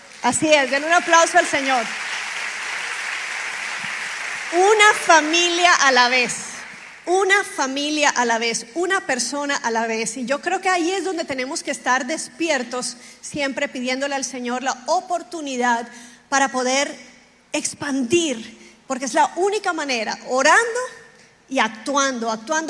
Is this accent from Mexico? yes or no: no; Barranquilla, Atlántico, Colombia; born there; nací en Barranquilla, Colombia, hermosa tierra, gente alegre, gente chévere